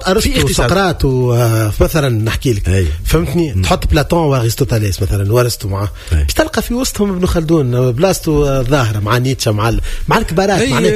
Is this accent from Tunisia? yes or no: yes; Tunisia; أنا تونسي